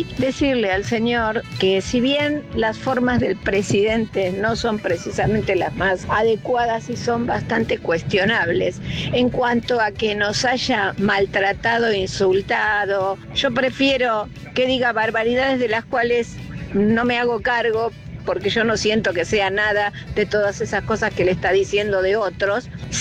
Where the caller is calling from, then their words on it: Castelar, Buenos Aires Province, Argentina; de Castelar